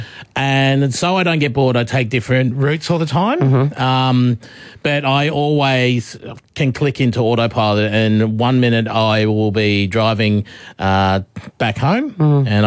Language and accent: English; Broken Hill, New South Wales, Australia; I do a lot of driving back home to my hometown in Broken Hill.